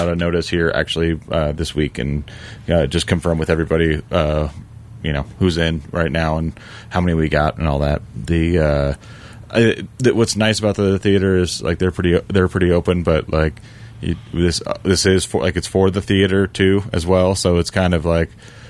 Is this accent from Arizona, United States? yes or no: yes; Arizona, United States; we grew up in Arizona